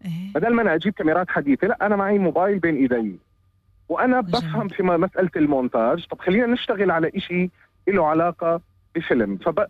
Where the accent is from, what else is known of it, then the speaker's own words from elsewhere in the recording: Jordan; عندنا في الاردن، انا بديتها وانا في عمان